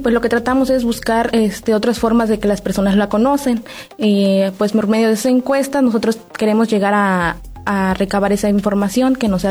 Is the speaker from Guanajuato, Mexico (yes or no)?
no; Tantoyuca, Veracruz, Mexico; Yo soy del estado de Veracruz, en el Tantoyuca, y pues esa planta pues sí es conocida